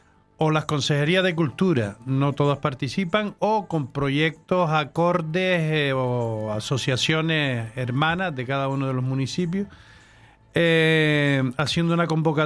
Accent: Canary Islands, Spain; somos gente que somos de Galdar, de Las Palmas, de Telde, de Valsequillo, de Aruca.

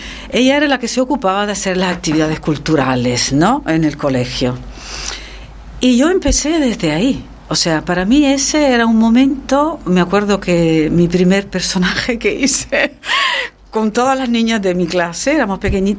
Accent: Las Palmas de Gran Canaria, Canary Islands, Spain; Yo nací aquí en Las Palmas de Gran Canaria.

